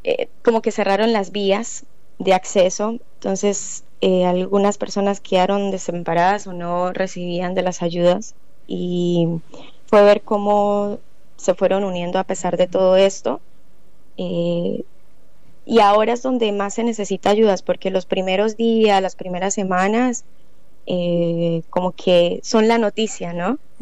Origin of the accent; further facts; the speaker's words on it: Colombia; a nosotros nos ha sorprendido como colombianos